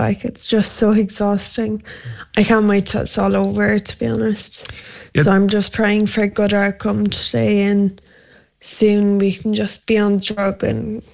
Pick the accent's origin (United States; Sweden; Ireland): Ireland; But then like I'm Irish, so I'm just really hoping they choose to save their own.